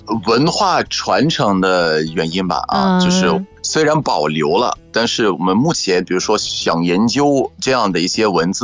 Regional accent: Egypt; first language Arabic; Chinese is a second language; moved away

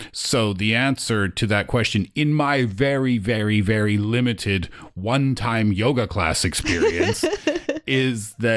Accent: Canada; moved away; I'm Canadian.

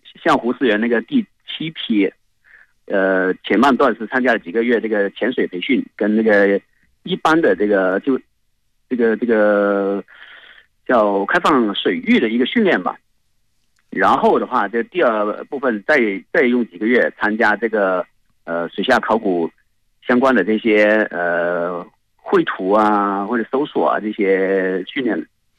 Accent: Guangzhou, Guangdong, China; 我是广州人。

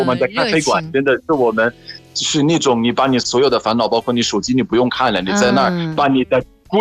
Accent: Egypt; Chinese is a second language; ，拜拜。

